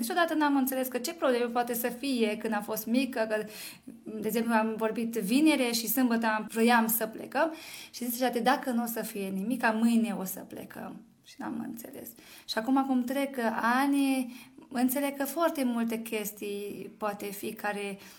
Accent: Micherechi, Békés, Hungary; Eu am copilărit la Micherec, în satul meu natal, în farmacie. Fiindcă noi am stat împreună cu farmacia, așa era casa noastră

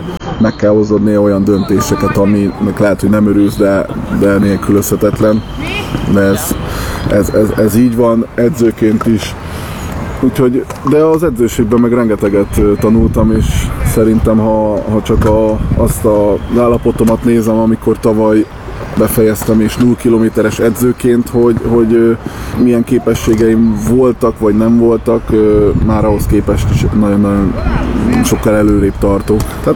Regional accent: Orosháza, Békés, Hungary; also born or lived in Szeged; Gyakorlatilag Orosházán születtem, ott nőttem föl, Szegeden voltak a legszebb éveim

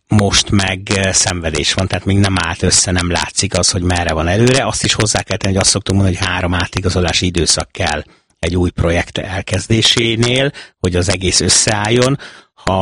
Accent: Budapest, Hungary; én ugye pestiként többször dolgozhattam vidéki nagy klubnál

